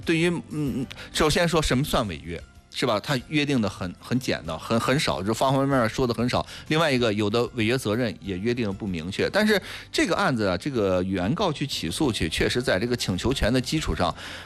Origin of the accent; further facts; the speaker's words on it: Shijiazhuang, Hebei, China; 我从小在市中心的位置住着长大